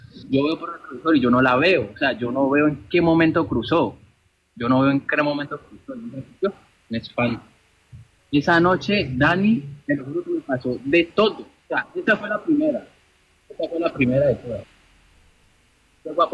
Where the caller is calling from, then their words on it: Cali, Valle del Cauca, Colombia; Hablo de la ciudad de Cali.